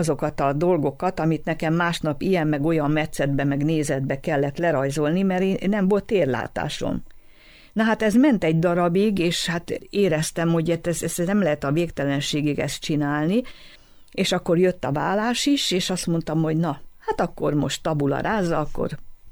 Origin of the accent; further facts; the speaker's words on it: Hungary; born there; A Balatonparton csodákat él meg az ember